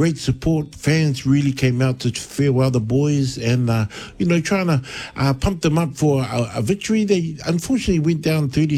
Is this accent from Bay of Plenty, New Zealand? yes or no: no; Wellington, New Zealand; For me, being born and bred in Wellington, Hurricanes is my home team, but my village team has always been Moana.